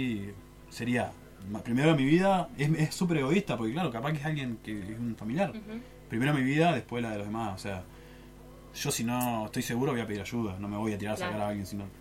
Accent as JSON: {"language": "Spanish", "town": "Diamante", "region": "Entre Ríos", "country": "Argentina", "said": "yo Diamante, Santa Fe, son muy parecidos, pero me encanta mi pueblo, me encanta mi río, el río Paraná me parece una joyita."}